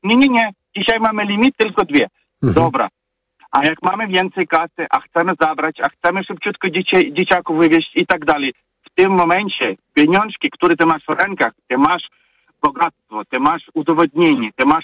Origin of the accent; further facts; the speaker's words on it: Ukraine; Polish is a second language; now in Poland; Teraz ja jestem pochodzenia z Ukrainy.